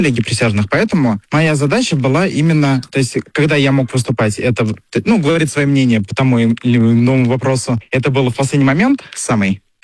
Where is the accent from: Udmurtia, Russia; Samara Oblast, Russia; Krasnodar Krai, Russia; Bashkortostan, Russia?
Samara Oblast, Russia; я из Самарской области.